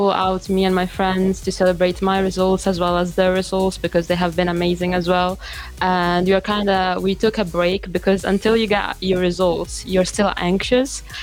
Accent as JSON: {"language": "English", "town": "Rome", "region": "Lazio", "country": "Italy", "tie": "born or raised there", "moved": "as an adult", "lives_now": "United Kingdom", "said": "I was born and raised in Rome. I came to the UK in August 2024."}